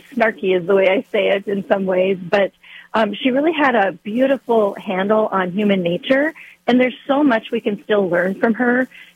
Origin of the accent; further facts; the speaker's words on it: United States; Yeah, I'm from the North. Not only am I from the North, I grew up on a reservation, on a Lakota reservation. So my life started in another world.